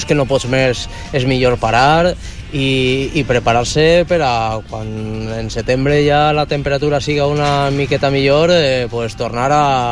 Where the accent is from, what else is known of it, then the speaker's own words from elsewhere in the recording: L'Eliana, Valencian Community, Spain; Jo, per exemple, soc de l'Eliana, ara parlarem de la Volta al Peu del meu poble